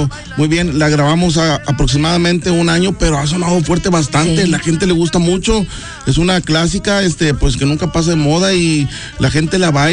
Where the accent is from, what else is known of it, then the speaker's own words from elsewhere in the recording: Los Herreras, Nuevo León, Mexico; mi pueblito de Los Herreros